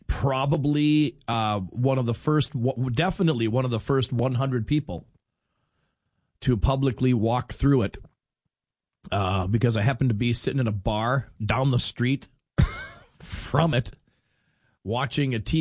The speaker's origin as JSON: {"language": "English", "country": "United States", "said": "as an American today"}